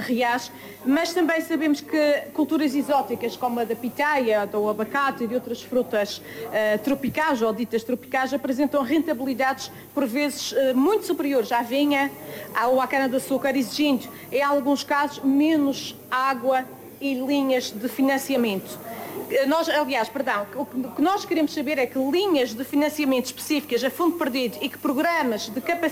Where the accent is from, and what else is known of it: Madeira, Portugal